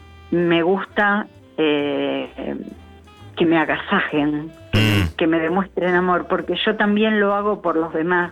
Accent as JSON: {"language": "Spanish", "town": "Lanús", "region": "Buenos Aires Province", "country": "Argentina", "tie": "born there", "said": "Porque yo nací en casa, nací en Lanús, pero en mi casa."}